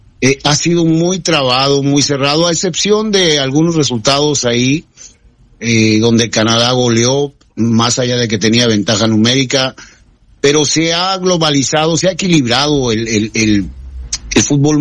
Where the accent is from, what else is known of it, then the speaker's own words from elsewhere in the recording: Mexico; nosotros como mexicanos somos muy tácticos, somos muy resistentes